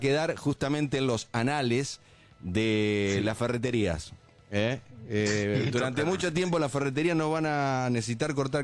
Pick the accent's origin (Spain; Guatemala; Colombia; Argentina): Argentina; Nosotros como argentinos